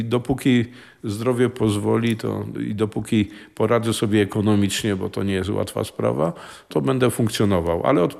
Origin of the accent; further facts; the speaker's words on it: Kraków, Lesser Poland, Poland; moved away as an adult; now in Tarnobrzeg, Poland; jestem z Krakowa